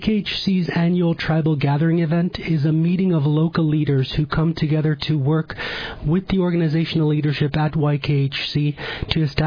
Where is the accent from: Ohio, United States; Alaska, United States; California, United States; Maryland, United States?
Alaska, United States; Napaskiak; when I was growing up in Nabaskak in the 1990s